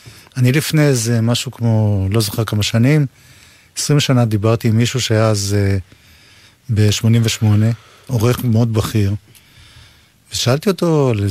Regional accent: Jerusalem, Jerusalem District, Israel; אני ירושלמי דרך אגב, אם כבר... שגם זה סוג של פריפריה.

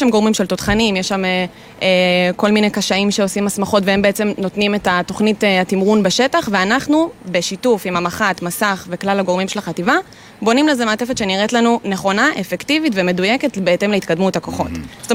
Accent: Northern District, Israel; now in Central Israel; אז אני במקור מהצפון, היום אני גרה במרכז

